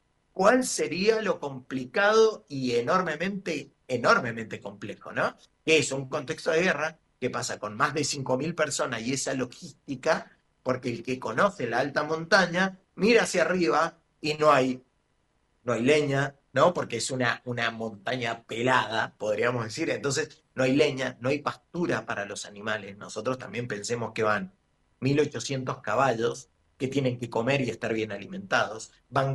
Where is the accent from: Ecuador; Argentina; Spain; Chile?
Argentina; Cuyo; nosotros que somos cuyanos, para nosotros la cordillera es un ámbito súper natural, común y estamos habituados.